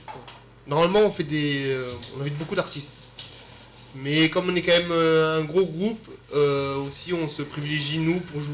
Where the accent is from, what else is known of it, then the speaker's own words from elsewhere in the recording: Toulouse, Occitanie, France; moi, je suis de Toulouse, originaire d'ici, hein, Occitanie.